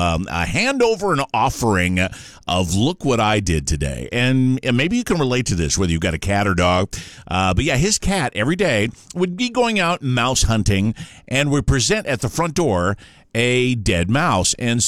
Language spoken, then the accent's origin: English; Rapid City, South Dakota, United States; moved away; my hometown out in Rapid City, South Dakota, you know, in Ellsworth Air Force Base